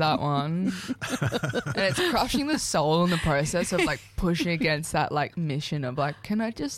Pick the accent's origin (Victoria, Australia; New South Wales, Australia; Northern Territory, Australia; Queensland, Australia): New South Wales, Australia; Mullumbimby; I was born and raised in the Mullum Hospital that no longer exists.